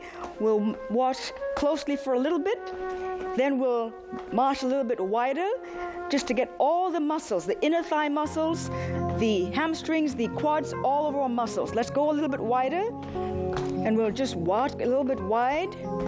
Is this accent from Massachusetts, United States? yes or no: yes; Boston, Massachusetts, United States; from Boston, Massachusetts. I'm a physician practicing in Boston.